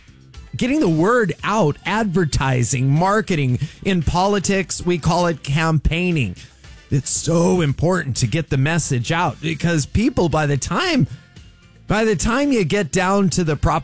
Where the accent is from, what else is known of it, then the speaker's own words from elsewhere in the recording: Orange County, California, United States; now in Central Valley, California, United States; I'm from Orange County, which for over a century was the most reliably Republican county in the United States. It's not anymore.